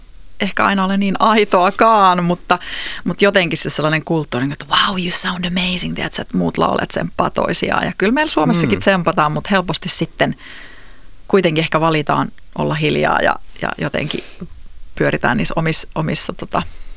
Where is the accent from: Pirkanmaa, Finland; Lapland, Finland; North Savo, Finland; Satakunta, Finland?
Lapland, Finland; Tornio; accent: Tornio dialect; moved away as an adult; also born or lived in Helsinki / New York; kun mä muutin Torniosta Helsinkiin 18-vuotiaana, niin mulle sanottiin, että älä sit … spiikkaa hirveästi keikoilla, kun sulla on toi murre